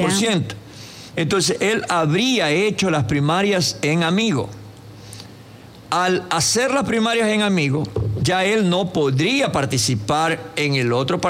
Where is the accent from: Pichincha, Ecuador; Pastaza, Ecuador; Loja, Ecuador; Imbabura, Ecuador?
Pichincha, Ecuador; Quito; Usted es quevedeño. Usted sabe, yo soy quiteño.